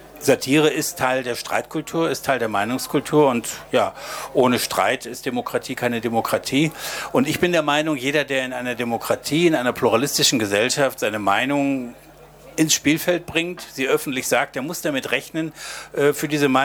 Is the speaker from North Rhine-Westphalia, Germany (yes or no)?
yes; Düsseldorf, North Rhine-Westphalia, Germany; ich bin Düsseldorfer, Heinrich Heine auch.